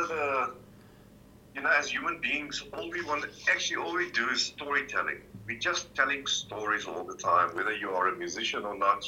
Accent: Free State, South Africa; moved away as an adult; now in Amsterdam, Netherlands; I grew up in the Free State, and I had Afrikaans music.

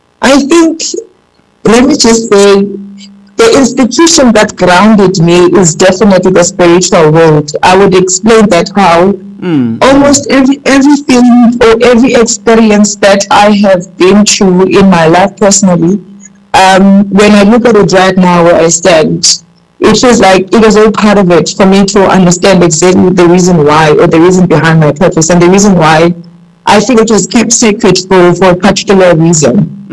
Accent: Gqeberha, Eastern Cape, South Africa; a multi-dimensional young woman from Eastern Cape in Gqeberha. Well, born and bred in Gqeberha. Obviously, my parents are coming from different places or outskirts because they're both different tribes. My mom is the Mambondo, so obviously I'm the Bondo tribe

